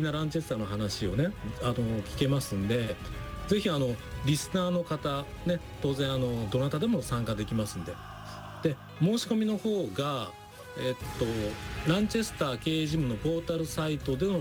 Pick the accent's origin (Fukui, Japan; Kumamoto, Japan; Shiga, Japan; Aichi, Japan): Aichi, Japan; Nagoya; 私の地元の名古屋